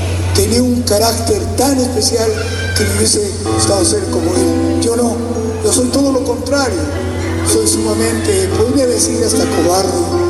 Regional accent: Arequipa, Peru; Porque tengo mi tierra, Arequipa.

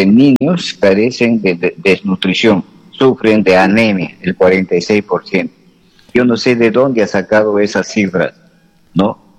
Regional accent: Peru; lo que más nos conviene como peruanos

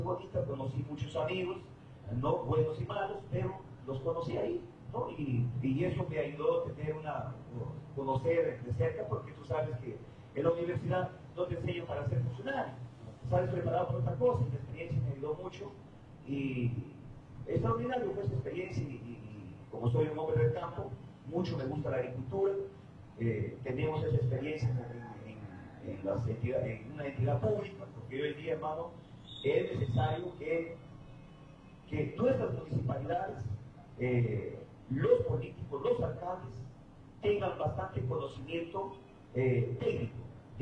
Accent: Cajaruro, Amazonas, Peru; yo soy de Cajaruro, específicamente de Yuchicaca, es un caserío del centro poblado de Tomazonas.

